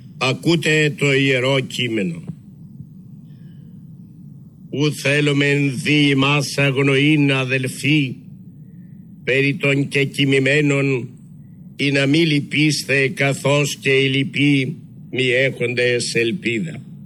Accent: Greece; first language Greek; Αποτελεί ιδιαίτερο προνόμιο για μας τους Έλληνες να μελετούμε το Ιερό Ευαγγέλιο στη μητρική μας γλώσσα

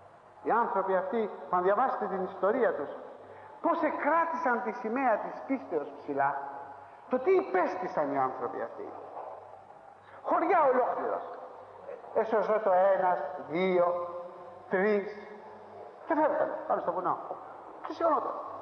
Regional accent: Athens, Attica, Greece; όταν του είπα ότι είμαι από την Αθήνα

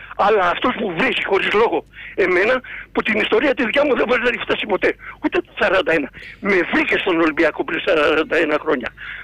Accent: Attica, Greece; από τα Βόρεια Προάστια.

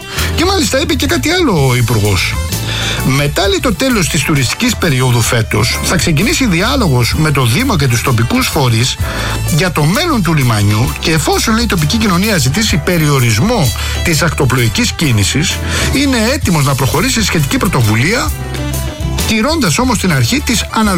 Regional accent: Rafina, Attica, Greece; Εκεί είπε κάποια πράγματα για τον τόπο μου, για το λιμάνι της Ραφίνας

